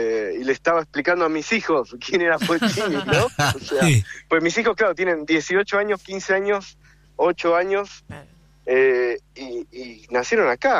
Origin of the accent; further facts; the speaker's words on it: Buenos Aires, Argentina; also born or lived in La Boca, Buenos Aires; No, nací en La Boca, pero viví siempre en Núñez, Belgrano.